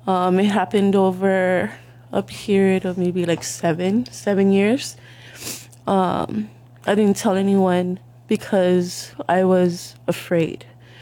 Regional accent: Waipahu, Hawaii, United States; I grew up in Waipahu, like Pūponohe Street.

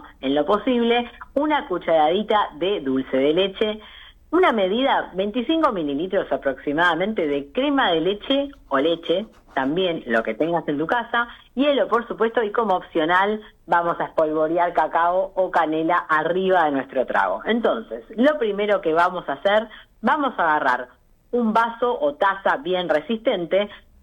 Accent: Argentina; algo que nos representa como argentinos

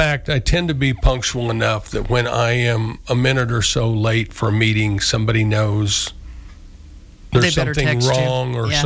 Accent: Morganville, United States; Morganville's my hometown.

